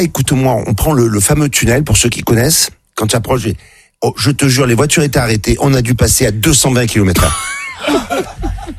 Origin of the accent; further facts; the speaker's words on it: Marseille, Provence-Alpes-Côte d'Azur, France; Et moi autant je suis Marseillais, j'ai roulé sans assurance, sans casque jusqu'à l'âge de 20 ans.